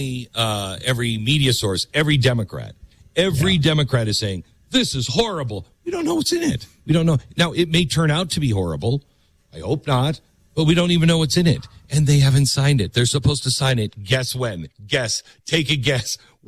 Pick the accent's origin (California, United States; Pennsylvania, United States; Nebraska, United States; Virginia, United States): California, United States; San Francisco; We're from San Francisco. We're Americans.